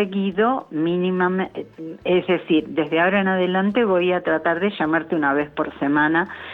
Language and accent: Spanish; Lanús, Buenos Aires Province, Argentina; born there; Porque yo nací en casa, nací en Lanús, pero en mi casa.